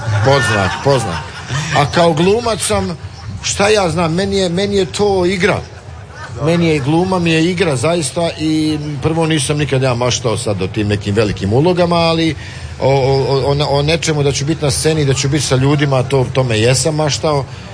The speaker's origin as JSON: {"language": "Bosnian", "town": "Tešanj", "region": "Federation of Bosnia and Herzegovina", "country": "Bosnia & Herzegovina", "tie": "born or raised there", "also_born_or_lived": "Doboj", "said": "Ja sam ti rođen, pošto je to Tešan jedno malo mjesto, a onda sam rođen u Doboju, to je jedno mjesto blizu Tešnja, tako je, ali samo sam se dole rodio i vratio sam me nazad kući"}